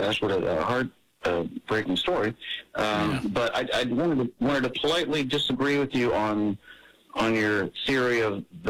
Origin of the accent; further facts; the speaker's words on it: Columbus, Ohio, United States; As a child growing up in Columbus, Ohio, I listened to the great 610 TVN, the AM giant